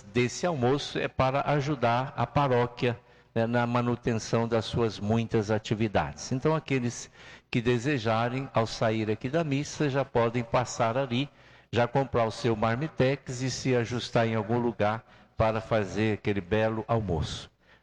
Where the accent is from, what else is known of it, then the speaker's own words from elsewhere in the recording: Pará de Minas, Minas Gerais, Brazil; moved away; also born or lived in Divinópolis / Itapecerica / Itaúna / Nova Serrana; atualmente tem 1 ano e meio que eu estou na minha terra natal, em Pará de Minas, né? Continuo lá morando hoje com a minha mãe, que está aqui com 90 anos, lá no bairro Nossa Senhora das Graças